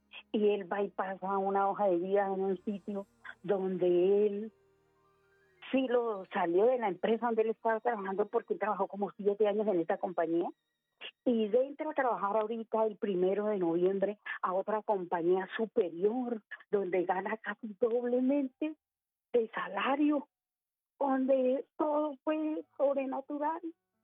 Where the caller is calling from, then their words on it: Bogotá, Colombia; Aquí en Patio Bonito, Bogotá.